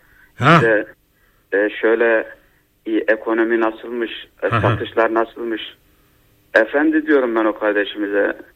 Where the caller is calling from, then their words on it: Istanbul, Turkey; İstanbul'dan arıyorum.